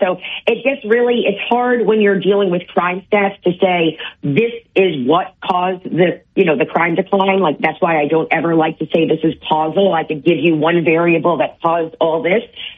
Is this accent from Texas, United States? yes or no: no; New York City, New York, United States; I'm from New York City